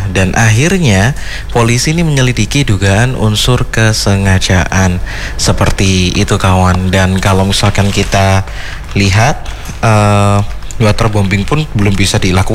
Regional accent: Malang, East Java, Indonesia; kita, orang Malang

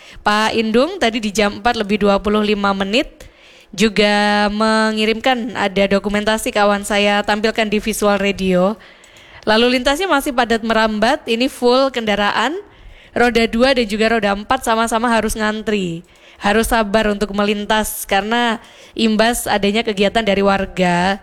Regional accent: Malang, East Java, Indonesia; sendiri sebagai orang Malang asli, itu harus ngalah kalau mau berada di jalan.

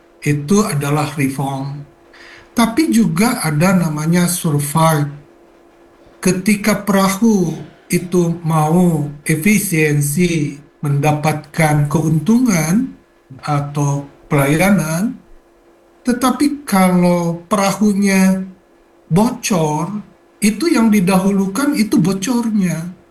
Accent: Malang, East Java, Indonesia; kita sebagai warga Malang.

